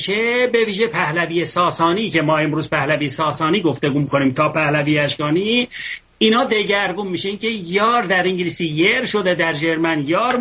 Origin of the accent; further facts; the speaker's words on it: Ardabil Province, Iran; born there; در اردبیل، من استان اردبیل زاده شدم